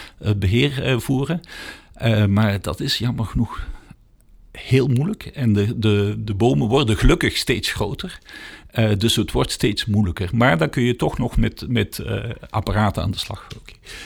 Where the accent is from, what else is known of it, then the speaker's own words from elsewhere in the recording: Antwerp, Flanders, Belgium; Antwerpen, het grenspark waar ik vandaan kom